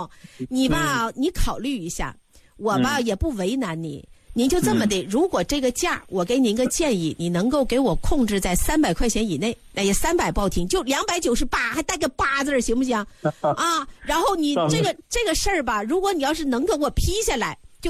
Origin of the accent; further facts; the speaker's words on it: China; 那我们中国人，别说中国人